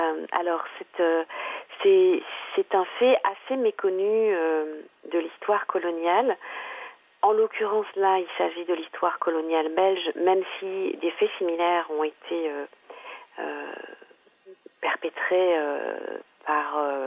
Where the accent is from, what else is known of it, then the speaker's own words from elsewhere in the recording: Huye, Southern Province, Rwanda; la ville où je suis née, où j'ai grandi